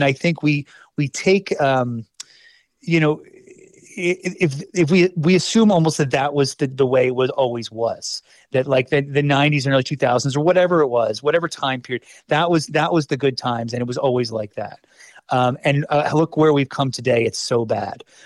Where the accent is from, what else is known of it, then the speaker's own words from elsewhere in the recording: United States; my pride in being American